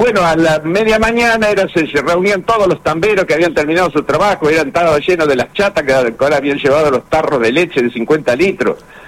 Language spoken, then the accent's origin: Spanish; Indacochea, Buenos Aires, Argentina; moved away; also born or lived in Chivilcoy; Yo nací ahí, me crié ahí y bueno, y ahí pienso que me dejarán, pero mi casa es el campo de Indacochea y mi Indacochea es mi patria chica